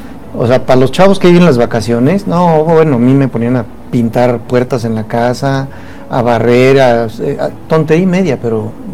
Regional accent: Querétaro, Mexico; aquí en mi querido Pueblétaro. Sí, los que somos oriundos de Querétaro sabemos a qué me refiero.

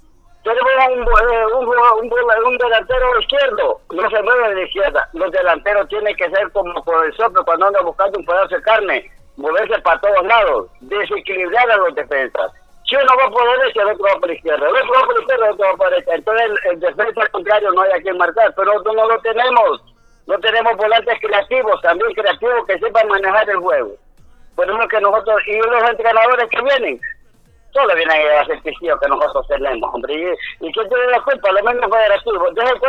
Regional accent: La Ceiba, Atlántida, Honduras; Yo soy de La Ceiba, crecí en La Ceiba y todo, jugué en La Ceiba.

